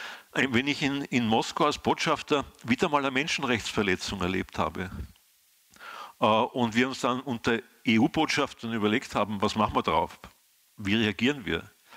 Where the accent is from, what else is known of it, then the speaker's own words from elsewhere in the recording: Austria; Und ich bin als Österreicher irgendwo, der Herr Landeshauptmann muss weghören, irgendwo in der Mitte dazwischen gesessen